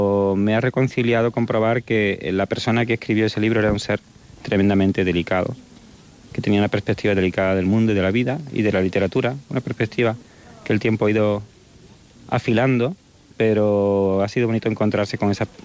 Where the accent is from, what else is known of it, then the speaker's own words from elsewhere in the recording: Andalusia, Spain; esta circunstancia me ha ayudado a construir mi identidad como español y como andaluz, sobre todo. Estando allí me di cuenta sobre todo de lo andaluz que era